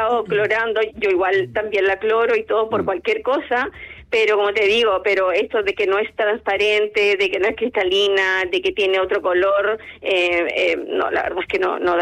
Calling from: Coquimbo, Chile; yo vivo en un sector de Peñuelas aquí en la ciudad de Coquimbo.

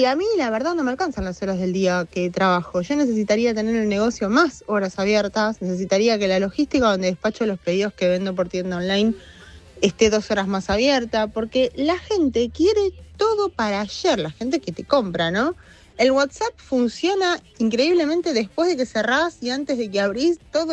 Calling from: San Justo, Buenos Aires Province, Argentina; de San Justo.

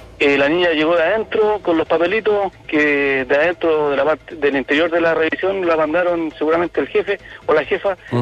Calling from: Mulchén, Biobío, Chile; por lo menos yo vengo de Mulchen

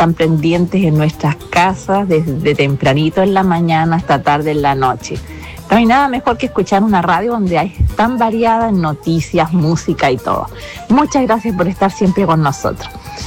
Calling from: Pucatrihue, Los Lagos, Chile; yo soy de Pucatrigüe

